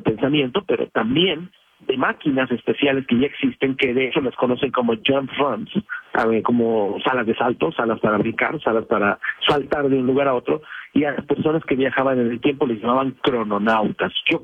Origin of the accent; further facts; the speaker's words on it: Mexico; allá en Monterrey, en Nuevo León, siempre en México, en mi país